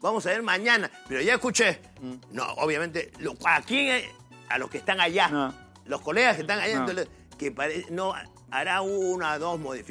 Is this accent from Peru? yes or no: yes; Peru; Obviamente que como peruano no quisiera vivir el papelón de...